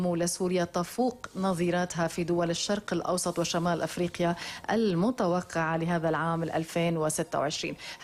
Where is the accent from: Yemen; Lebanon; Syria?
Syria; إعادة اندماج بلدنا سوريا